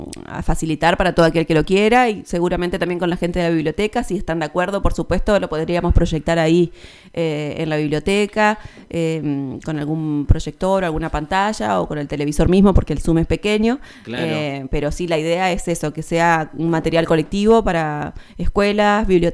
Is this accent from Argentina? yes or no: yes; Argentina; nos une muchísimo como argentinos